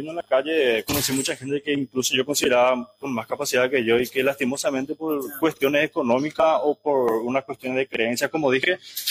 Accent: Paraguay; soy el único paraguayo que va a ir a esa universidad.

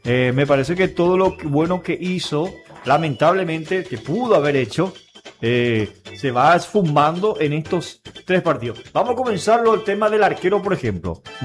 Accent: Paraguay; nuestro fútbol paraguayo

